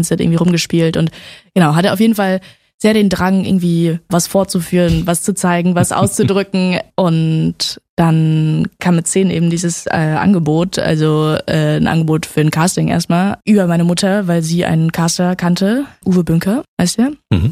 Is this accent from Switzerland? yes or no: yes; Männedorf, Zurich, Switzerland; born there